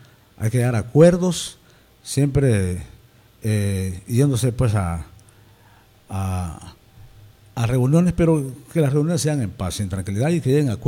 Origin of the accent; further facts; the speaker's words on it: Honduras; Todos somos hondureños